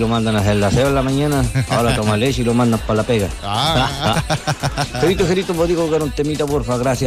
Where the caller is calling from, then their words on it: Cañete, Biobío, Chile; Cañete, aquí en la casita, tomando desayuno.